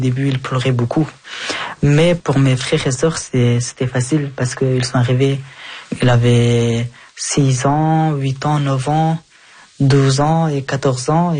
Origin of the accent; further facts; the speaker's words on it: Afghanistan; now in Belgium; Oui, j'ai eu ma nationalité depuis l'année passée. Je suis plus afghan maintenant, je suis belge.